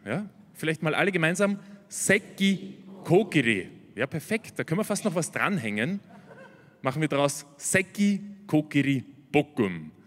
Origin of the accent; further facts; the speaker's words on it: Austria; Ich habe in Wien Koreawissenschaften studiert, Koreanologie, ja, also ich als Österreicher